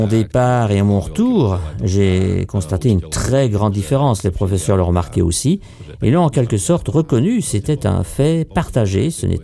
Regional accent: Bratislava, Bratislava Region, Slovakia; born or raised there; French is a second language

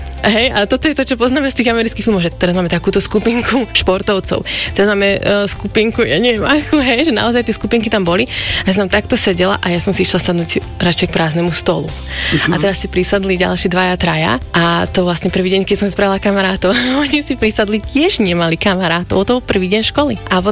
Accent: Hontianska Vrbica, Nitra Region, Slovakia; also born or lived in Želiezovce / United States; a narodila som sa v Želiezovciach, ale pochádzam z Hontianskej Vrbice, čo je taká malá dedinka vedľa Levíc.

